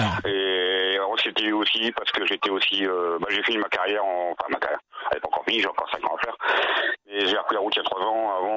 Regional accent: Hauts-de-France, France; parce qu'on est du Nord … parce que on est tous des routiers.

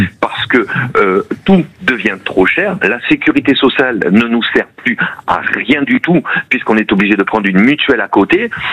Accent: France; nous, en tant que Français, on ne peut plus se soigner.

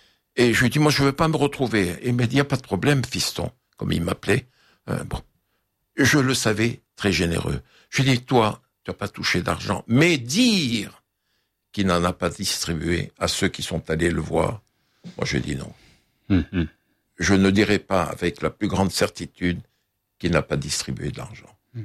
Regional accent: Lebanon; Je suis Libanais. Je connais cet homme.

